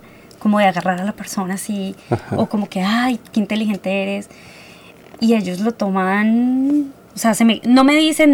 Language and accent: Spanish; Colombia; moved away as an adult; now in Australia; ¿tú de dónde eres? Y yo, Colombia.